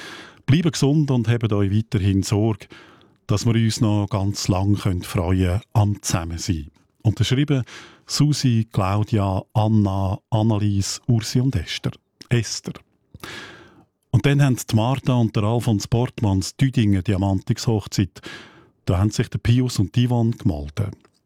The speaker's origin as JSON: {"language": "German", "region": "Aargau", "country": "Switzerland", "tie": "born or raised there", "said": "Also das Buslingen. Ich kenne das Dörfli. Ich bin ganz in der Nähe aufgewachsen dort und es ist schön dort."}